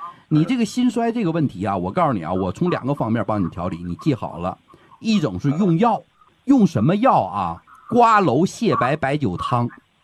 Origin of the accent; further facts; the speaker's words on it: Northeast China, China; accent: Northeastern Mandarin; 就是我按我们东北话讲，就是脸开始胖了